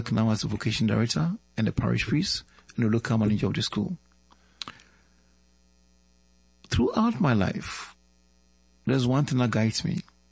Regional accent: Tema, Greater Accra, Ghana; when I was growing up in Tema

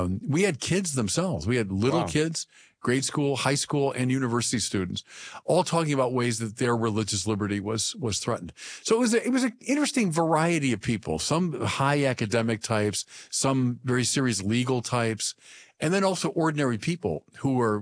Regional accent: United States; But I'm entering into the public debate precisely as a Catholic and as an American.

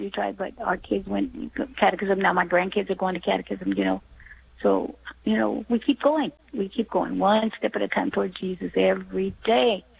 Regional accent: Texas, United States; And I talk funny. Well, I'm from Texas.

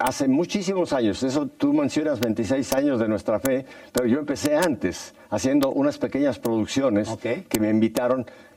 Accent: Mexico City, Mexico; O sea, yo tuve la fortuna de nacer en esa bellísima Ciudad de México. Me crié en Ciudad de México. Toda mi formación fue con los jesuitas.

